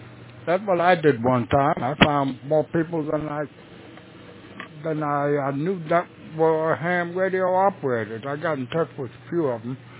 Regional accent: New York, United States; I'm originally from New York.

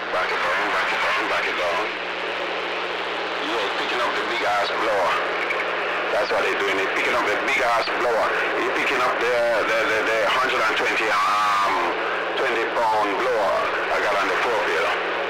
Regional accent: the Carolinas, United States; I'm from the Carolinas.

